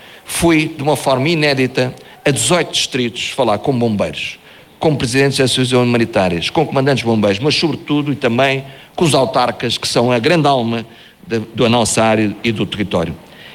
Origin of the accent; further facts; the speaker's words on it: Oleiros, Centro, Portugal; born there; moved away; also born or lived in Africa; está aqui o Presidente da Câmara onde eu nasci há 60 anos